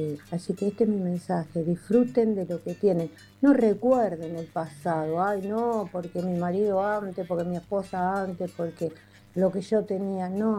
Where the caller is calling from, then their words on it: Santa Clara, Argentina; de Santa Clara.